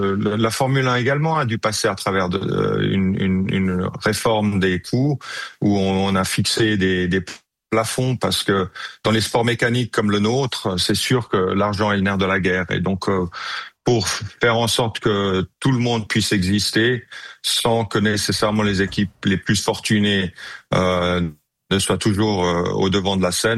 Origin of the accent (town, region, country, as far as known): Switzerland